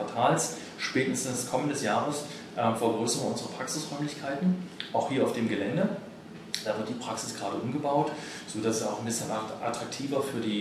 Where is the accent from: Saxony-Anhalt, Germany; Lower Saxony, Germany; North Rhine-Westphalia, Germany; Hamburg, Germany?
Saxony-Anhalt, Germany; Halle; Ich komme aus Halle.